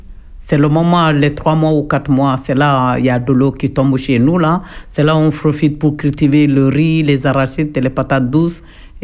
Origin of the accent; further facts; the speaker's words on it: Ziguinchor, Senegal; now in France; Je suis originaire de Casamance, département de Oussouy, à côté Cap Serine.